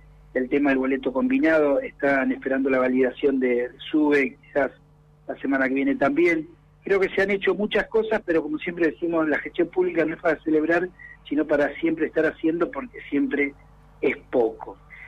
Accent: Comodoro Rivadavia, Chubut, Argentina; lo que somos los vecinos de Comodoro Rivadavia

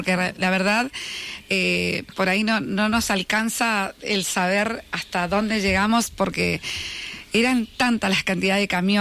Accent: Bahía Blanca, Buenos Aires Province, Argentina; soy de Bahía Blanca.

